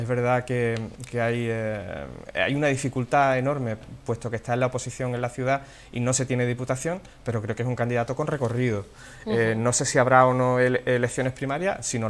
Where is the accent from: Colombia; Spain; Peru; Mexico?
Spain; Jerez de la Frontera, Andalusia; moved away as an adult; also born or lived in Madrid; cuando yo decía que era de Jerez